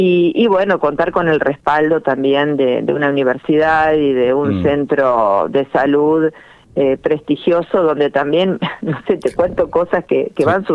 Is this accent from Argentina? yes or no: yes; Argentina; nosotros como argentinos